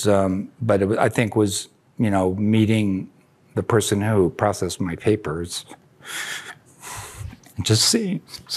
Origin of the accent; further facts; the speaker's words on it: Claremont, California, United States; I grew up in Claremont